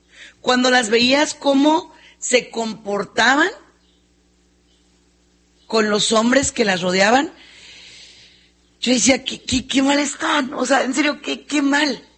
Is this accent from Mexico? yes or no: yes; Mexico; nosotros que somos mexicanos, pues somos muy vigueros, muy groseros.